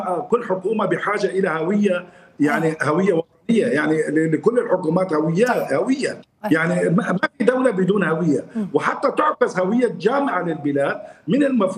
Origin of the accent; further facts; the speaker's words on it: Syria; وانا سوري